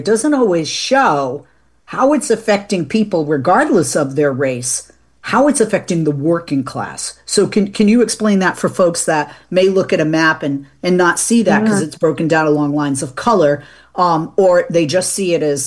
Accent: Boston, Massachusetts, United States; I'm from Boston, right? Born, bred, raised in Massachusetts.

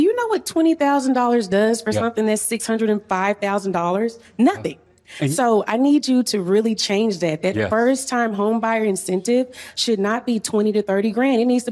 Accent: Tarrant County, Texas, United States; born there; found out I was born in Tarrant County.

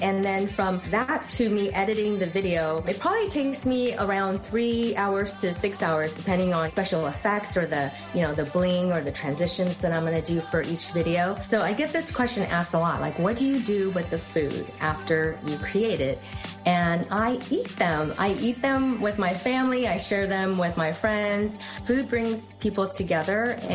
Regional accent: California, United States; I'm from California, so my favorite season is award season.

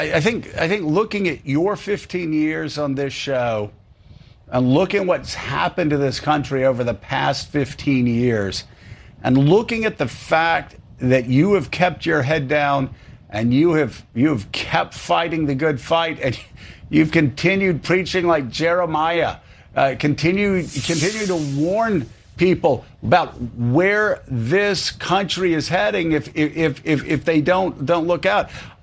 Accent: Pensacola, Florida, United States; a guy from my hometown, Chappie James from Pensacola, Florida

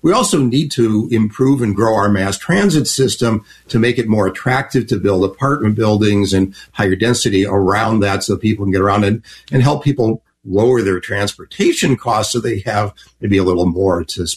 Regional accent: Chicago, Illinois, United States; now in Lakeville, United States; I grew up in Chicago and I'm used to the whole L system

